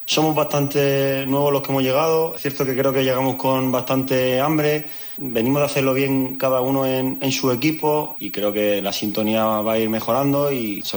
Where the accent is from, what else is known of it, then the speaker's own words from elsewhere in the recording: Murcia, Region of Murcia, Spain; Yo soy de Murcia y es la primera ciudad que veo a la gente de verdad volcada con su equipo